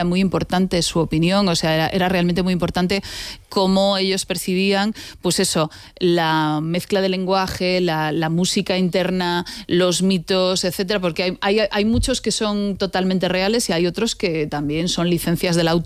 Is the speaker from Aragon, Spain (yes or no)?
no; A Coruña, Galicia, Spain; digámoslo, soy gallega. Gallega de A Coruña.